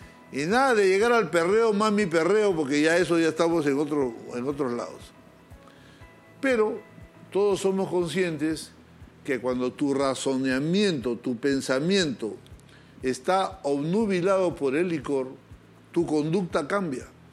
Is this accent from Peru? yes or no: yes; Peru